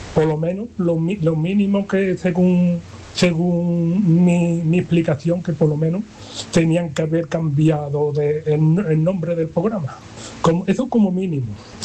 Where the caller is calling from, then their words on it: Brenes, Andalusia, Spain; de Brenes